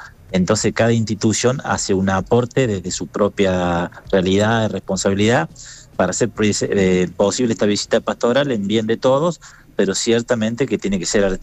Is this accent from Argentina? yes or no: yes; Córdoba, Argentina; situaciones que nos duelen como argentinos, como cordobeses